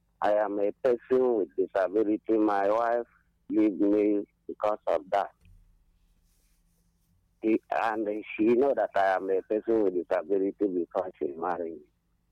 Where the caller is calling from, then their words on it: Enugu State, Nigeria; I'm calling you from Nkanu East, Enugu State.